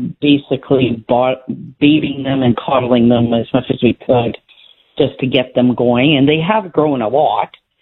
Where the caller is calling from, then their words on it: Saskatchewan, Canada; Just south of Saskatoon, between Saskatoon and Dundurn.